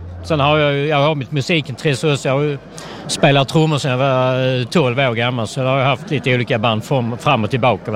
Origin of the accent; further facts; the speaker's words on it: Bara, Skåne, Sweden; Alltså jag bodde ju i Svedala kommun när jag växte upp i Bara.